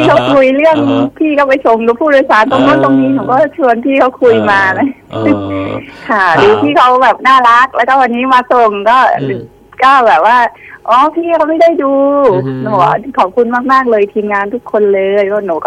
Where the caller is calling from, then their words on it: provinces outside Bangkok, Thailand; ถึงหนูจะเป็นคนต่างจังหวัด